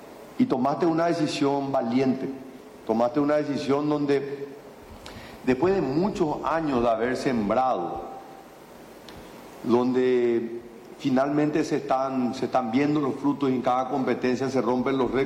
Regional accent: Paraguay; Y realmente yo estoy orgulloso como paraguayo, estoy orgulloso como amigo tuyo, que me considero.

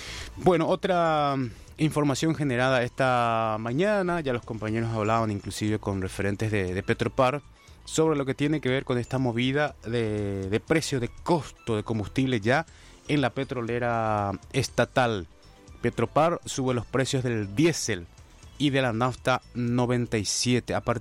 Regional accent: Paraguay

